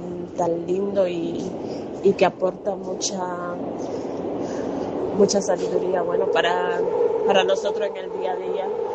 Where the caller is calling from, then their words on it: Dominican Republic; de República Dominicana.